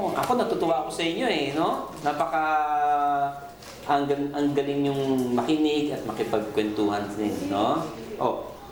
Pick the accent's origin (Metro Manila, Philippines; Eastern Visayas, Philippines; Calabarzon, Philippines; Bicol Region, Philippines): Metro Manila, Philippines; Tondo; Ako ay taga-Tondo, ako ay Pilipino.